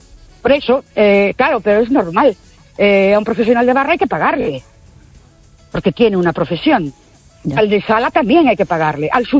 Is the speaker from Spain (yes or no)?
yes; Ourense, Galicia, Spain; Buenas noches … de Ourense.